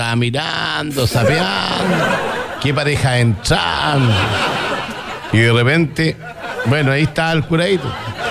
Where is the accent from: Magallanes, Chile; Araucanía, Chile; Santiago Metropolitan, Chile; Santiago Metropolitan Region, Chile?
Araucanía, Chile; Angol; Somos de Kidangol